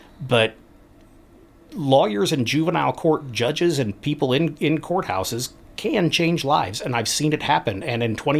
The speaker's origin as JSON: {"language": "English", "town": "Columbia", "region": "Missouri", "country": "United States", "tie": "born or raised there", "said": "I grew up here in Columbia."}